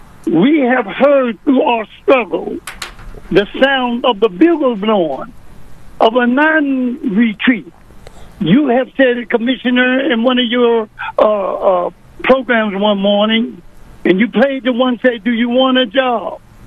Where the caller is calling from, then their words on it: United States; Yes, I am American, and I will never, never say that I'm not.